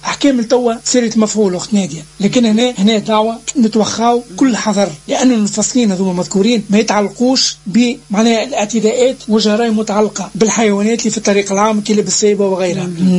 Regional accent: Tunisia

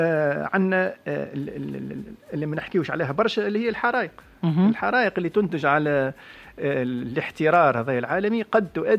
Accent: Tunisia; عندنا في تونس

